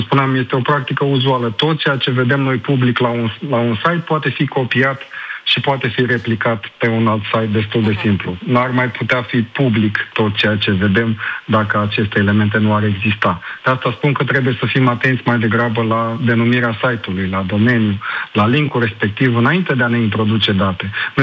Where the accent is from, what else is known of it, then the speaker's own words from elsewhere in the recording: Romania; cum suntem și noi din România.